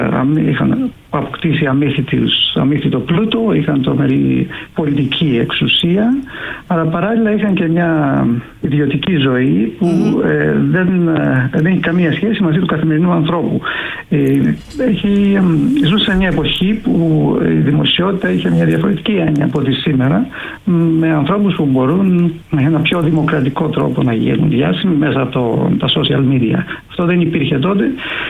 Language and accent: Greek; Greece